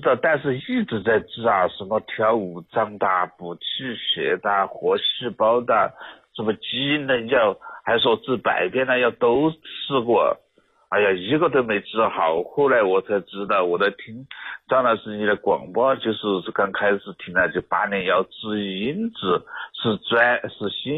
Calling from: Deyang, Sichuan, China; 我呢是四川德阳的

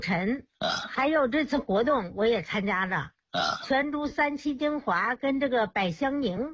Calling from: Hebei, China; 我是河北的。

